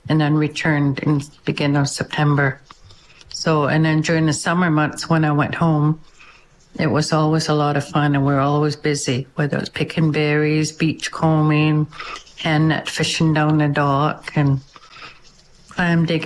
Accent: Turner Island, British Columbia, Canada; also born or lived in Alert Bay / Port Rupert; I was born in Alert Bay and then raised for a little bit of time here in Southeast Port Rupert. And then my grandparents, then I grew up in Turner Island and I grew up with them.

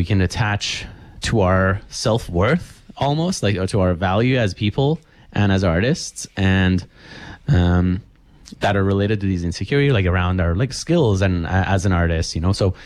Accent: Tehran, Tehran Province, Iran; moved away; also born or lived in India; I grew up in Iran, in Tehran

